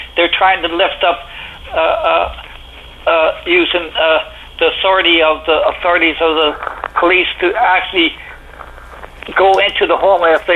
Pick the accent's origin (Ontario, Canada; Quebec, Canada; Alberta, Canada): Alberta, Canada; Calgary; born there; now in Newfoundland, Canada; I have relatives in Alberta, and I was born in Calgary, so I really love my home province in Alberta. I love my home province, but this is my adopted home in Newfoundland now.